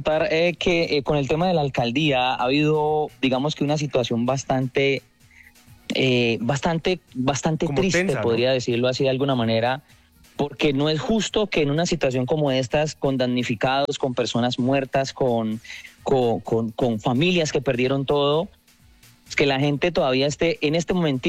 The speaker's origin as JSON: {"language": "Spanish", "country": "Colombia", "said": "Somos colombianos"}